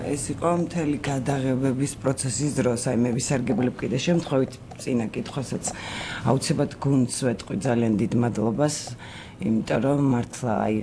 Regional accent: Guria, Georgia; მეც გურული ვარ

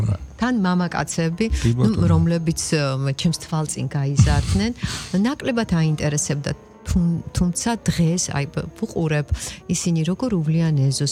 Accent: Tbilisi, Georgia; მე ძირძველი თბილისელი ვარ თაობებით მსოლოვაკელი ვარ

